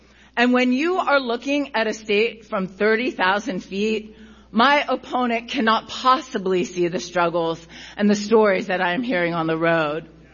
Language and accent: English; Youngstown, Ohio, United States; Growing up in Youngstown, we didn't know what party you were. We knew what union you were in.